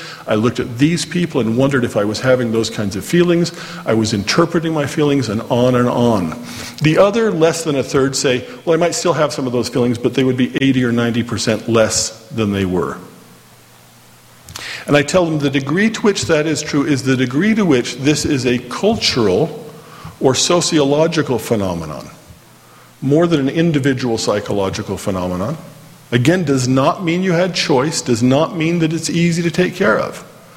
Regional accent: Orem, Utah, United States; And I looked and I could find the Great Salt Lake, and I grew up here in Orem, so I know it was just a little bit south of there, right about in there.

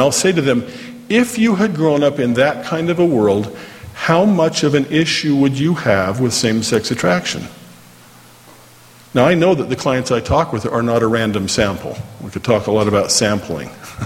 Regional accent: Orem, Utah, United States; I grew up here in Orem, so I knew it was just a little bit south of there, right about in there. That's where we live.

